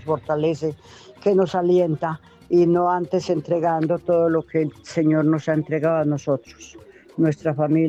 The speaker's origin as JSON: {"language": "Spanish", "town": "Altamira", "country": "Colombia", "tie": "born or raised there", "said": "mi comunidad de Altamira, el pueblo y el campo, mi patria chica"}